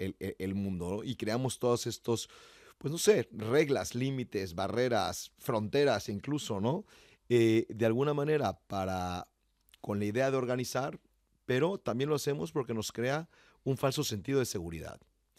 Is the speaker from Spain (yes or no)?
no; Yucatán, Mexico; Yucatán, de donde yo soy, donde hace un calor infernal